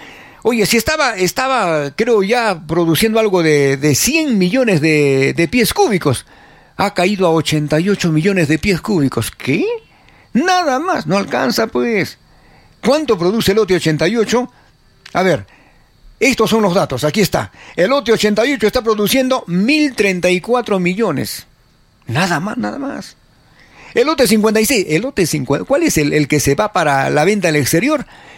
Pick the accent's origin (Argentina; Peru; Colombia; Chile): Peru; nuestro gas, el gas de todos los peruanos